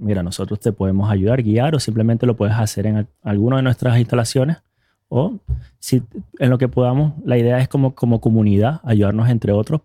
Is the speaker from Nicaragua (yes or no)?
no; Venezuela; moved away